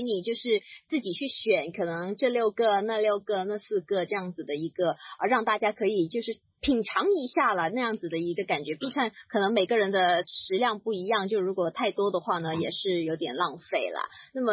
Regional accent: Hong Kong; 跟我们香港人的所认识一样

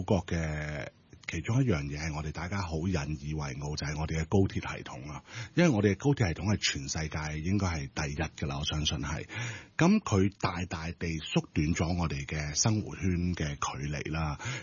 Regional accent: Hong Kong; 我哋香港人

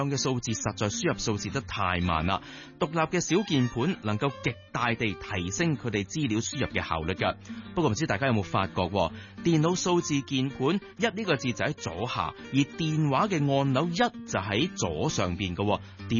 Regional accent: China; 即系我哋作为中国人都会觉得犀利

